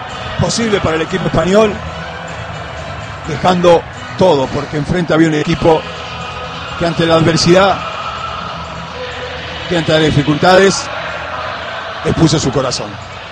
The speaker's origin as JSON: {"language": "Spanish", "country": "Argentina", "said": "como solo nosotros los argentinos recibimos orgullosos a aquellos que nos representan"}